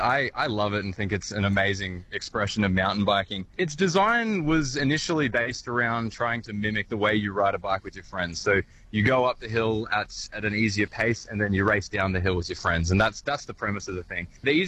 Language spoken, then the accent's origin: English; Bonville, New South Wales, Australia; So I grew up in Bonville, went to Bonville Primary School and Taormina High School, so yeah, truly local, and it wasn't until I was in 2022 I started going away.